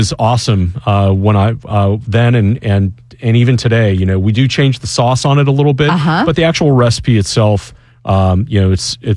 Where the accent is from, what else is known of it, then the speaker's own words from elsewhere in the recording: Midwest, United States; now in Atlanta, United States; I'm from the Midwest originally, but have been in the South now over 30 years.